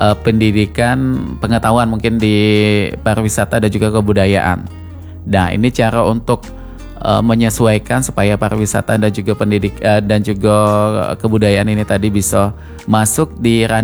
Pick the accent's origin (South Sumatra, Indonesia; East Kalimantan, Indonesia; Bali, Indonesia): South Sumatra, Indonesia; Palembang; Kebetulan saya asli daerah Kesekayu Pule kalau aku nih ya. Walaupun besar lahir di Palembang, tapi darahnya kental Musi Banyuasin di Kampung 4 kalau kami.